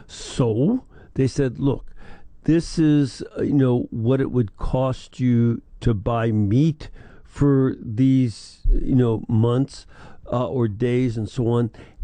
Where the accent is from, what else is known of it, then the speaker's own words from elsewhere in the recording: Chicago, Illinois, United States; I'm from Chicago originally. I am not shocked. It's what I've come to expect.